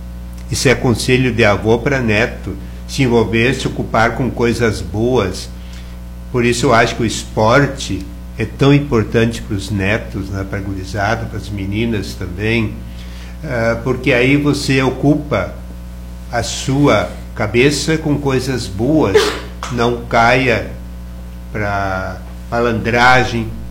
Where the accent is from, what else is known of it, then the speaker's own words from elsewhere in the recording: Rio Grande do Sul, Brazil; que nós somos gaúchos